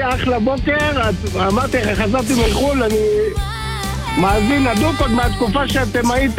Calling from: Hadera, Haifa District, Israel; אני מחדרה

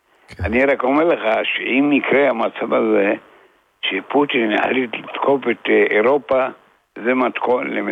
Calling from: Rosh HaAyin, Central District, Israel

